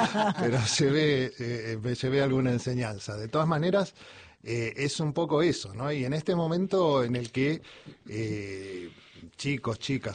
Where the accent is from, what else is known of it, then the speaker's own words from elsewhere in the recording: Buenos Aires, Argentina; also born or lived in Mendoza; mendocino, me crié en el Gran Buenos Aires y la mitad de mi vida la llevo viviendo en La Boca.